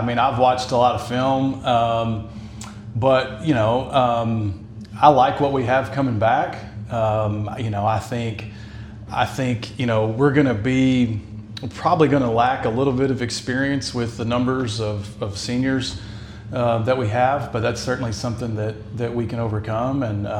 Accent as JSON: {"language": "English", "town": "Elkhart", "region": "Texas", "country": "United States", "tie": "born or raised there", "lives_now": "Mineola, United States", "said": "I grew up in Elkhart, which is hour and a half south of here. Graduated from there in 97. Then I went to college at what is now East Texas A&M."}